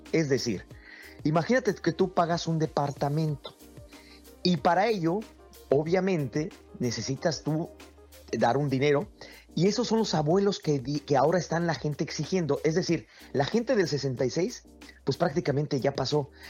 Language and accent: Spanish; Mexico; Venimos mexicanos